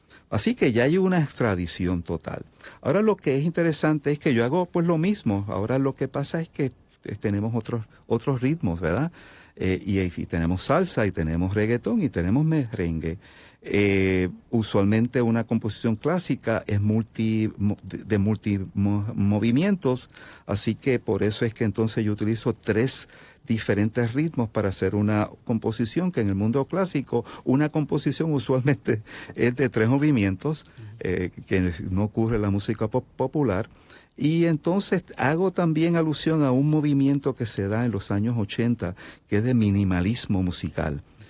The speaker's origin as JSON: {"language": "Spanish", "country": "Puerto Rico", "said": "Yo vengo de Puerto Rico, vengo del Caribe"}